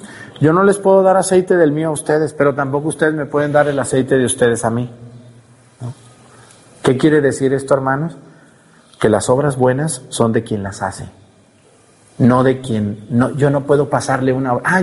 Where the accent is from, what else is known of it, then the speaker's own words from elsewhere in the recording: Mexico; ¿qué hacemos los mexicanos?